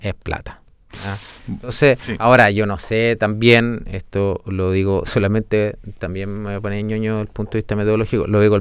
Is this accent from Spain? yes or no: no; Chile; Nosotros como chilenos